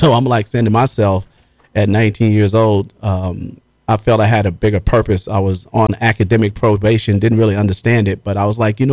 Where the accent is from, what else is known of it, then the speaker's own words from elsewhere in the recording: Kentucky, United States; moved away as an adult; And I'm from Kentucky originally. I left home at 19. I'm 55 now.